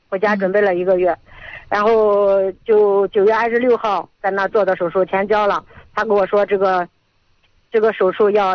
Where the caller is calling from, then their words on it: Yuncheng, Shanxi, China; 我是咱们运城空港的。